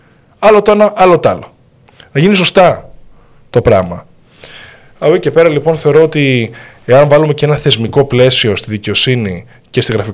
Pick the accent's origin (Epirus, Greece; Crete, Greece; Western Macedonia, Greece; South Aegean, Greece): Crete, Greece; Αντλούσα έμπνευση από τη γιαγιά μου εδώ στην Κρήτη που με μεγάλωσε.